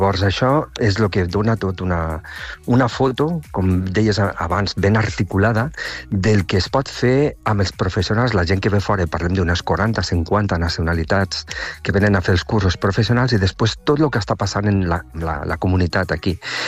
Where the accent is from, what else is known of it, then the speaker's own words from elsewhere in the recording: Tortosa, Catalonia, Spain; moved away as an adult; also born or lived in Barcelona / Belgium; now in Tortosa, Spain; Bueno, Tortosa, com deia abans, és la meva ciutat natal.